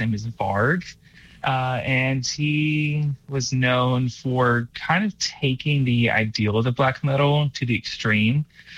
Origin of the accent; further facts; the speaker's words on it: Austin, Texas, United States; moved away as an adult; I grew up around Austin, so music has always been part of my life.